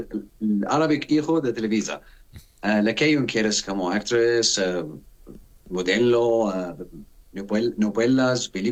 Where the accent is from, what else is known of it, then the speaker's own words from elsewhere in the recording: Mexico; Tengo obligación como mexicano en diciembre. Quiero visitar a mi familia y regresar otra vez para continuar mi trabajo aquí y mis negocios.